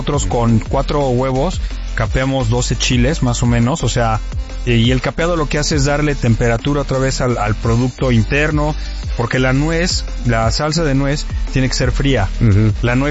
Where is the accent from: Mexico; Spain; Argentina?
Mexico